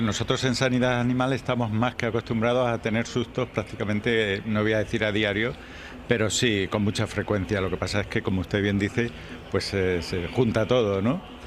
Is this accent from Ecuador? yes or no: no; Extremadura, Spain